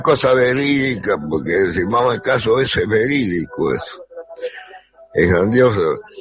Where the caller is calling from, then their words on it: Lavalleja, Uruguay; acá del departamento de La Valleja.